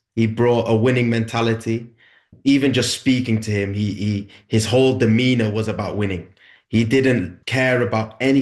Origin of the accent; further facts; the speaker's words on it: England, United Kingdom; I don't see myself as an Englishman, but obviously I went to school there. I know the system. My friends are there and you know, my life has grown up there.